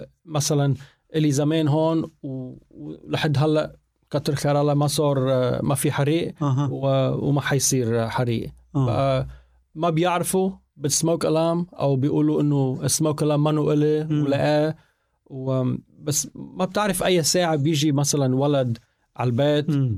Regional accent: North Governorate, Lebanon; now in Sydney, Australia; من عشاش، من الشمال.

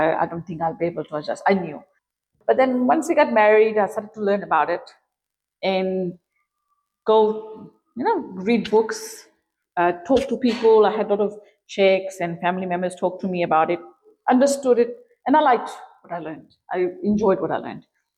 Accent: Fiji; Because we're from Fiji, culturally, we have henna nights, and we had nikah and then walima.

